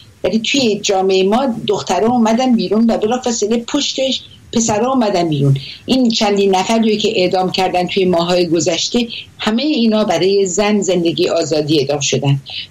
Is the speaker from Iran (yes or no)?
yes; Iran; now in Paris, France; ولی من میدونم شرایط چقدر سخته، برای که توی اون مملکت بزرگ شدم میدونم که چقدر سخته.